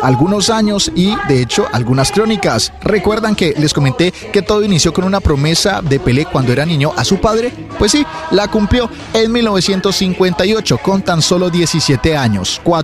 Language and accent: Spanish; Colombia